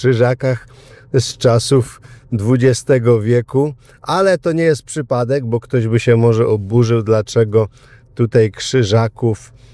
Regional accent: Przyszowa, Lesser Poland, Poland; ja z Przyszowej, to jest wieś w powiecie limanowskim.

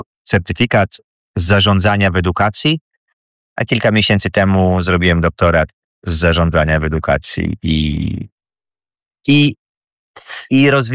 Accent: Pcim, Lesser Poland, Poland; moved away as an adult; also born or lived in Thailand; Ja jestem z południa, z mojej miejscowości, z Pcimia, z mojego pięknego Pcimia, który znajduje się między Zakopanem a Krakowem.

